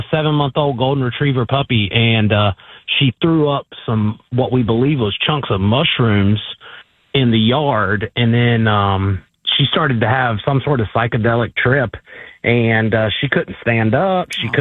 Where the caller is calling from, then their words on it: Wake Forest, North Carolina, United States; Hey, I'm actually down in the Wake Forest, North Carolina area, but we used to live up there.